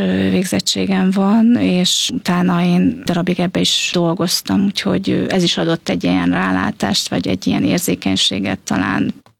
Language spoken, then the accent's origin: Hungarian; Szeged, Csongrád-Csanád, Hungary; born there; Igen, hát én Szegeden születtem